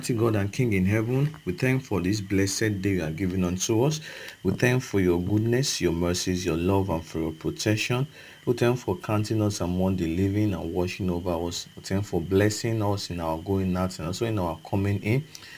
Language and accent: English; Okada, Edo, Nigeria; from Okada Town, Edo State, Nigeria